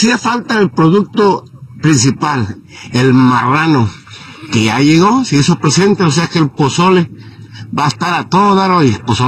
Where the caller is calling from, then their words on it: Las Vegas, Nevada, United States; Los de aquí de Las Vegas ya lo conocemos.